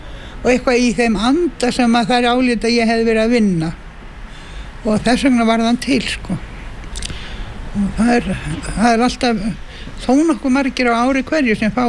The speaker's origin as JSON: {"language": "Icelandic", "town": "Reykjavík", "region": "Capital Region", "country": "Iceland", "tie": "born or raised there", "said": "Nei, ég ólstu upp í Laugarásnum."}